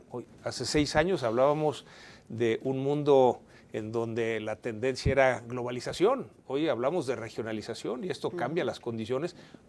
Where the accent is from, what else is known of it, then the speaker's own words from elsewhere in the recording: Mexico; nuestra prioridad como país es Norteamérica.